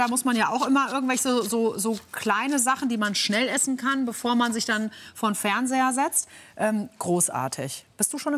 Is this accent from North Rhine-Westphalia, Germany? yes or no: no; Hesse, Germany; now in Rhineland, Germany; Und ich als Hessen-Mädchen finde das auch wunderbar hier bei uns im Rheinland